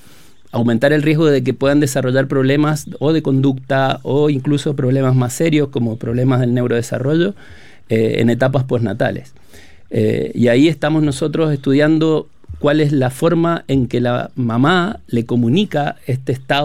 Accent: Argentina; moved away as an adult; also born or lived in Valdivia, Chile; now in Chile; yo ya soy, de hecho, sacaba la cuenta y ya tengo más tiempo viviendo en Chile que en Argentina, así que ya soy más chileno, mis hijas son chilenas.

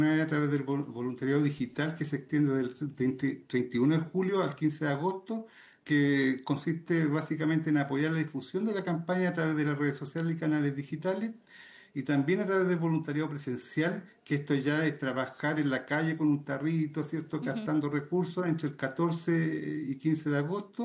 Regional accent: Chile

